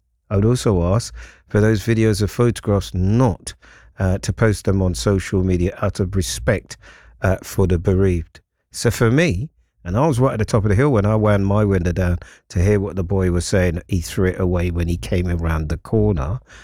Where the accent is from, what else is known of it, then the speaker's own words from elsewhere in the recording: London, United Kingdom; right opposite where I was brought up on the Kingsmead Estate.